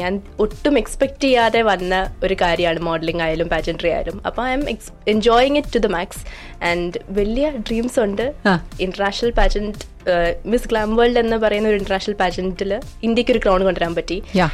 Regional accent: Dubai, United Arab Emirates; also born or lived in India; ഞാൻ ജനിച്ചതും വളർന്നതും എല്ലാം ദുബായിലാണ്. I did my schooling here. ഞാൻ കോളേജിന് വേണ്ടിയാണ് നാട്ടിലേക്ക് പോയത്.

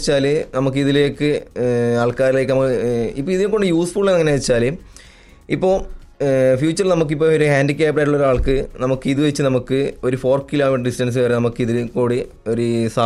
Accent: Kannur, Kerala, India; എന്റെ സ്ഥലം വരുന്നത് കണ്ണൂരാണ്.

